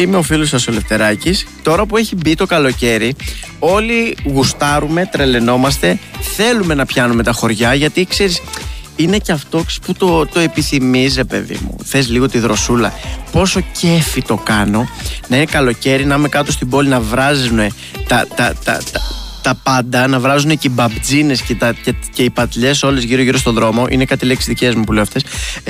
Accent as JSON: {"language": "Greek", "town": "Chelidona", "country": "Greece", "tie": "born or raised there", "said": "Μήπως πάω και στο χωριό μου στη Χελιδόνα φέτος που κάνουμε πανηγυράρες και ωραία φεστιβάλ."}